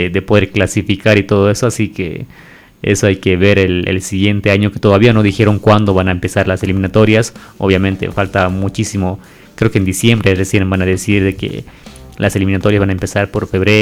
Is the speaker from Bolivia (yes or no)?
yes; Bolivia